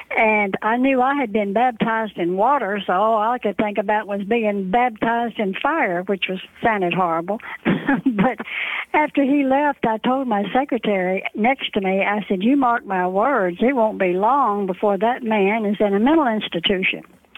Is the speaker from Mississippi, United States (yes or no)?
yes; Hickory Flat, Mississippi, United States; born there; also born or lived in Memphis, Tennessee; I was born in Tennessee, but I was actually born again in Hickory Flat, Mississippi.